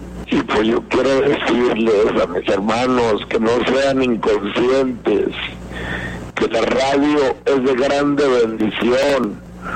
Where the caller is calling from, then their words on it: Comarca Lagunera, Mexico; somos más de 3.000 aquí en la comarca lagunera de Gómez Palacio, de Lerdo y de Torreón, Matamoros